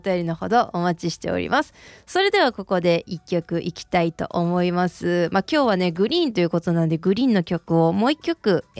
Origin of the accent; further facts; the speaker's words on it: Himeji, Hyogo, Japan; now in Kawaguchi, Japan; 私もずっとね、ここにこっち川口に来るまではずっと地元の姫路にいたわけですよ。